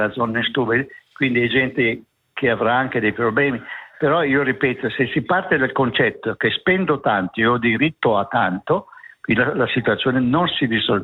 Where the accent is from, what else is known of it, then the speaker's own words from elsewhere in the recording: Lugano, Ticino, Switzerland; io sono nato, cresciuto a Lugano, vivo